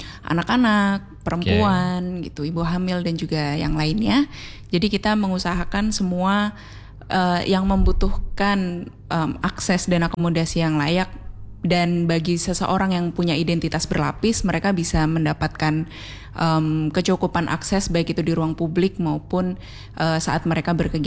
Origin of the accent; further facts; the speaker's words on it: Ngawi, East Java, Indonesia; Saya Ngawi.